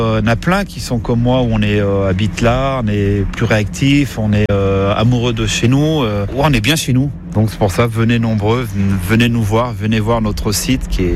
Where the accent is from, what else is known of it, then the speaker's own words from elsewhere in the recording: La Morte, Auvergne-Rhône-Alpes, France; Alors moi, je suis un enfant du pays, je suis natif de l'Alpe du Grand Serre, commune de la Morte. Et j'y suis toujours